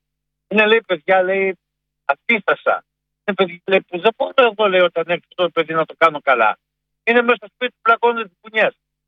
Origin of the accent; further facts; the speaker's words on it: Thebes, Central Greece, Greece; now in Larissa, Greece; Εγώ ζω στη Λάρισα, αλλά μεγάλωσα στη Θήβα.